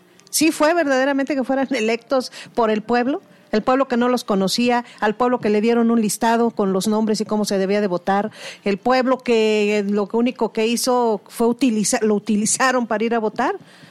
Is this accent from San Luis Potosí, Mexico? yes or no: yes; San Luis Potosí, Mexico